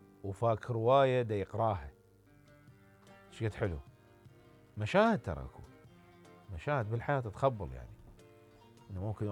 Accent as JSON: {"language": "Arabic", "country": "Iraq", "moved": "yes"}